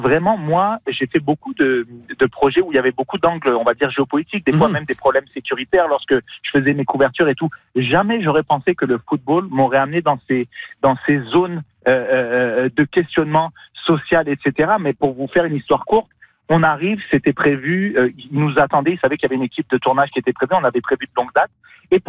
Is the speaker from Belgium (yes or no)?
no; Niger; Moi, je suis né au Niger, en Afrique de l'Ouest, un pays très, très pauvre. J'étais dans la classe moyenne. J'avais la chance d'aller à l'école française